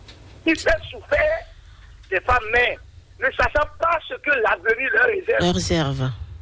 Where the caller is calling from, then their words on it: Sèmè-Kpodji, Ouémé, Benin; De la commune de Semekpoji.